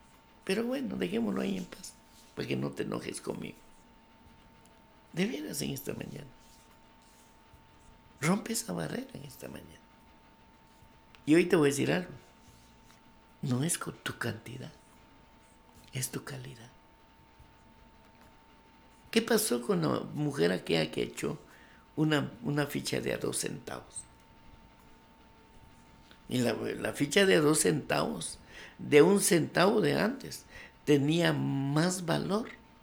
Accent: Guatemala; Así somos los guatemaltecos.

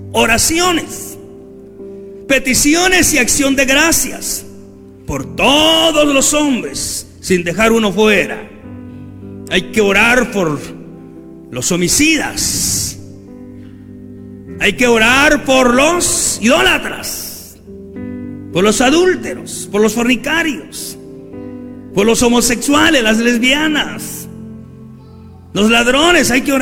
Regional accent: Guatemala; nuestra gente linda de Guatemala

